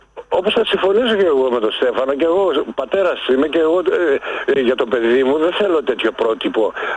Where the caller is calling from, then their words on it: Germany; από Γερμανία.